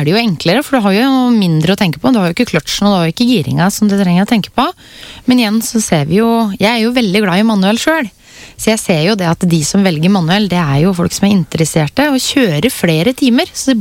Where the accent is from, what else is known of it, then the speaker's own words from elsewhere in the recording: Hønefoss, Buskerud, Norway; for jeg kom jo opprinnelig fra Hønefoss.